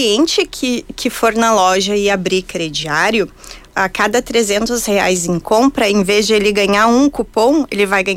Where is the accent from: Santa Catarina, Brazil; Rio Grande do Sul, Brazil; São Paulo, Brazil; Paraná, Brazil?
Rio Grande do Sul, Brazil; eu sou gaúcha